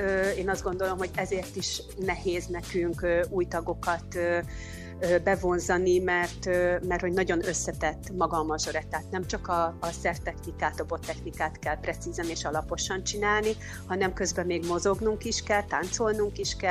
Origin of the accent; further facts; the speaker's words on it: Barcs, Somogy, Hungary; now in Baranya County, Hungary; Én Barcson kezdtem, onnan származom, csak mivel elköltöztem otthonról